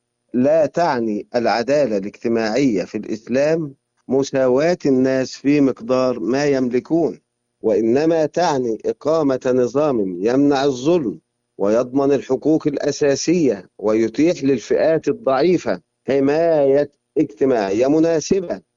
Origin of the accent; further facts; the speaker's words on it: Egypt; في بلادنا مصر